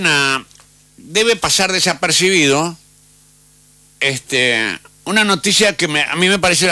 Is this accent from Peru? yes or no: no; Argentina; nosotros como argentinos